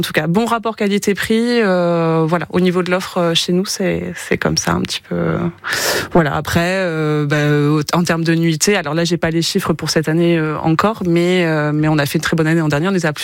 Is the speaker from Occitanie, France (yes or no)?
yes; Occitanie, France; Je ne vais pas être objectif, parce que je suis du Minervois, mais du coup...